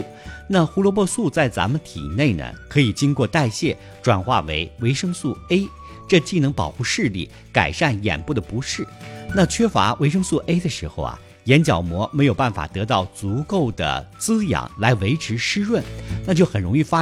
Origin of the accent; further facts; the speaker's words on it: northern China, China; moved away; 其实我们在小的时候在北方啊